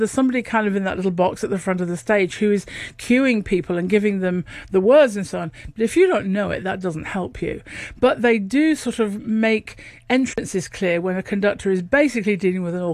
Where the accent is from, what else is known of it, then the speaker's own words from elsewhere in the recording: Lincoln, East Midlands, United Kingdom; accent: a bit of Yorkshire; And I come from Lincoln, which is in about 120 miles north of London. So I have a bit of Yorkshire, but it's definitely north.